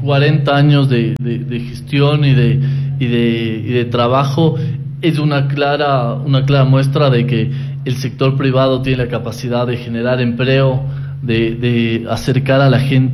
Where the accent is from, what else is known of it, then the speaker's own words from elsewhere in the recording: Quito, Pichincha, Ecuador; moved away as an adult; now in Chimborazo, Ecuador; vengo justamente de Quito. Pero desde hace un par de años la provincia de Chimborazo me ha acogido con los brazos abiertos